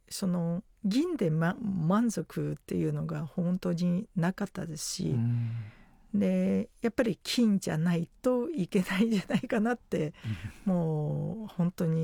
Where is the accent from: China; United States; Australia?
China; Japanese is a second language; now in Japan; 自分自身がやっぱり家族、元私も中国出身ですから